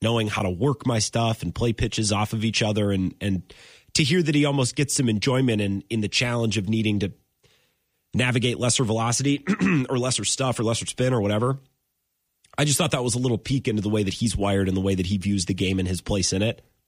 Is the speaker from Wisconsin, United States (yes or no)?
yes; Menomonie, Wisconsin, United States; at least where I come from the northwest corner of Wisconsin, right? I grew up in Menominee.